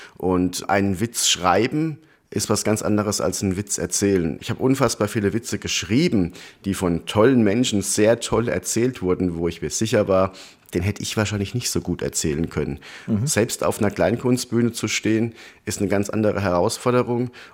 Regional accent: Schneeberg, Bavaria, Germany; ich bin ebenfalls aus der Ecke. Tatsächlich. Also die Lena und ich, wir sind beide aus Schneeberg. Das ist wirklich schon Rand Bayern. Also wir können nach Baden-Württemberg laufen und mit dem Fahrrad nach Hessen fahren.

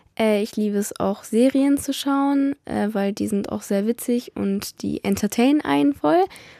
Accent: Munich, Bavaria, Germany; Also ich komme aus München.

